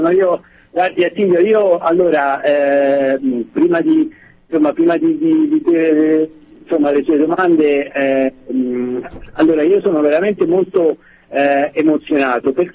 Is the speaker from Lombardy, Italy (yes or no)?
no; Naples, Campania, Italy; now in Ostuni, Italy; io sono napoletano di origine. E attualmente vivo in Puglia, ad Ostuni, nota, devo dire, nel mondo come la città bianca